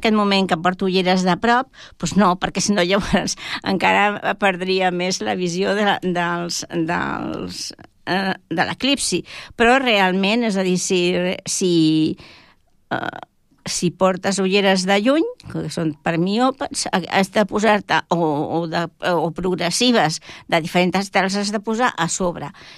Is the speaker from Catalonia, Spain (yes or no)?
yes; Barcelona, Catalonia, Spain; moved away as an adult; jo quan vaig arribar aquí, perquè no sóc d'aquí, sóc barcelonina, quan vaig arribar, ja fa molts anys que visc aquí, fa més de 30 anys